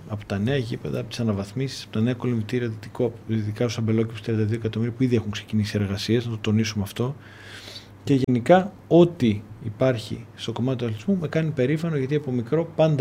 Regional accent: Thessaloniki, Central Macedonia, Greece; γεννήθηκα και μεγάλωσα εδώ στη Θεσσαλονίκη.

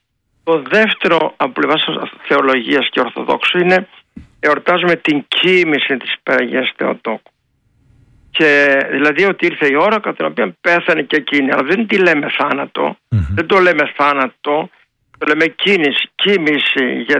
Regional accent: Ioannina, Epirus, Greece; also born or lived in Agrinio / Thessaloniki; Επειδή εγώ με τα μικρά μου χρόνια μεγάλωσα στα Γιάννενα, λέγαμε καλό 15 Αύγουστο.

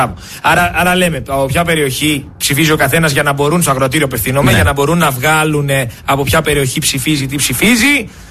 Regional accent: Macedonia, Greece; Είμαι Μακεδόνας, με έχει πονέσει ιστορία με τη Συμφωνία των Πρεσπών

